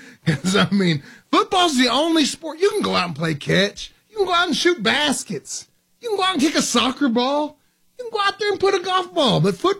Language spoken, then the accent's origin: English; Edmonton, Alberta, Canada; I grew up in Edmonton.